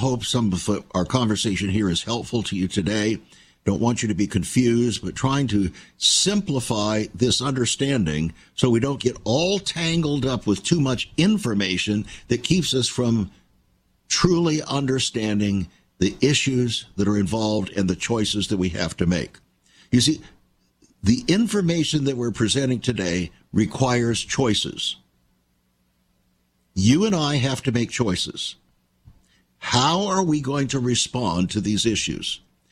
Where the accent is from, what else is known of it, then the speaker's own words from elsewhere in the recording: United States; Now, I'm an American. I love America. I'm a patriot.